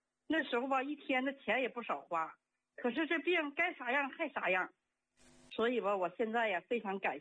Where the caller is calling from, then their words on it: Harbin, Heilongjiang, China; 我是哈尔滨的。